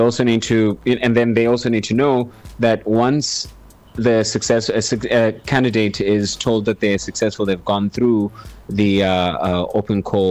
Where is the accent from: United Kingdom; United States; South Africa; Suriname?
South Africa; Look, I'm South African myself and I've actually done this job.